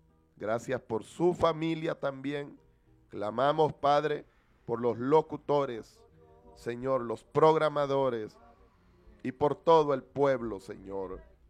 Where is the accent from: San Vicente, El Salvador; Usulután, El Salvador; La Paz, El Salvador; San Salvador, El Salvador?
Usulután, El Salvador; Mercedes Umaña; Estaba recién venido de lo que es la capital. Soy nativo del distrito de Mercedes Umaña, pero nos fuimos a trabajar allá por un determinado tiempo.